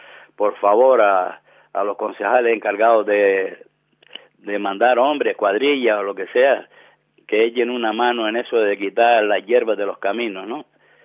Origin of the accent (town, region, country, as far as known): Spain